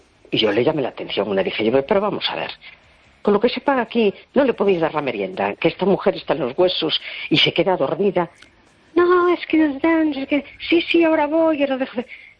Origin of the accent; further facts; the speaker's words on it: A Coruña, Galicia, Spain; Hola, buenas noches … de La Coruña.